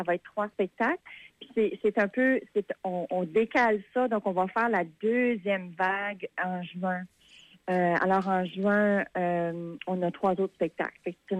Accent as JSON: {"language": "French", "town": "Tracadie", "region": "New Brunswick", "country": "Canada", "tie": "born or raised there", "moved": "yes", "lives_now": "Fredericton, Canada", "said": "Oui, je suis native de Tracadie"}